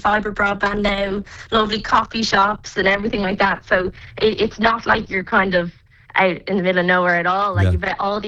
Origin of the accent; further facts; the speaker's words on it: Dublin, Leinster, Ireland; moved away as an adult; now in Achill Island, Ireland; No, I'm from Dublin.